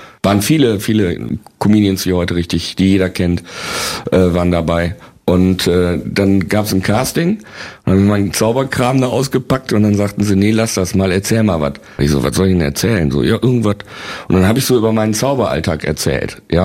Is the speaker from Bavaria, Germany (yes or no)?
no; Bielefeld, North Rhine-Westphalia, Germany; Ich bin ja Bielefelder